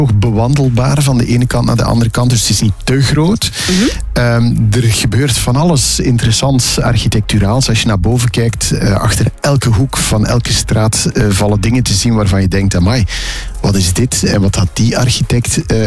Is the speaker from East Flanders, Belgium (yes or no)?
yes; Ghent, East Flanders, Belgium; En waar ik in Gent ook van hou, want ik ben opgegroeid aan de Dampoort, moet je weten. Dat is eigenlijk aan de haven van Gent.